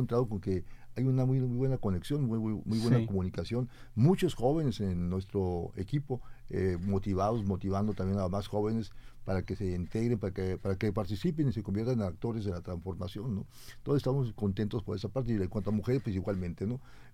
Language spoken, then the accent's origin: Spanish; Sonora, Mexico; con identidad como mexicanos, como mexicanas